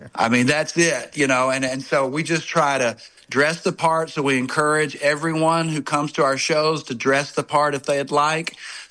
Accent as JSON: {"language": "English", "town": "Hot Springs", "region": "Arkansas", "country": "United States", "tie": "born or raised there", "said": "18, 19, 20 years old, and I grew up in Hot Springs"}